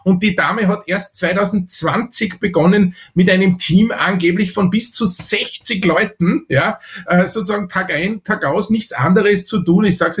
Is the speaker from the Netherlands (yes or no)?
no; Austria; ich bin Österreicher